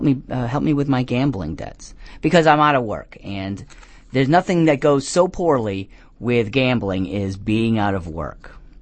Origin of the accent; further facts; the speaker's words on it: Rhode Island, United States; You know, people in the New York area, we have great water here. I grew up in Rhode Island that has, I don't know what's in that water, but whatever it is, it makes people stay, never leave Rhode Island.